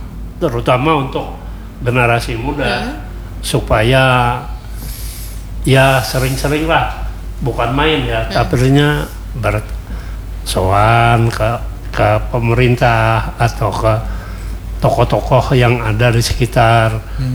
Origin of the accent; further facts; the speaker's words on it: Aceh, Indonesia; Makanya kalau orang nanya kamu orang mana, saya Aceh. Arab Cina Indonesia.